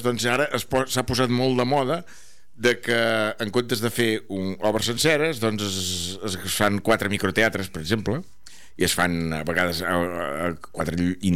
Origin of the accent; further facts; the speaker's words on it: Catalonia, Spain; per fer-los saber a tot arreu on anem que som d'Arbós i som de Sant Hilari.